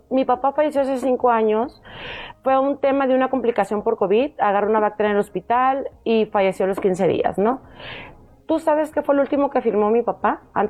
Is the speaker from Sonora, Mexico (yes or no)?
no; Mazatlán, Sinaloa, Mexico; yo soy de Sinaloa, de Mazatlán.